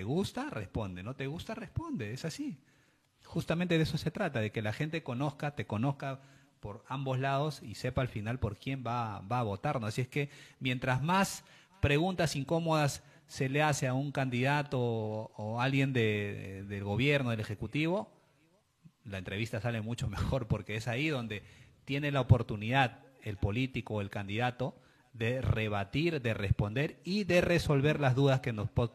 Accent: Lima, Peru; los que vivimos y somos de Lima Este

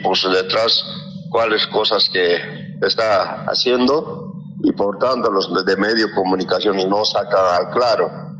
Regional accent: Bolivia; nosotros como bolivianos y bolivianas

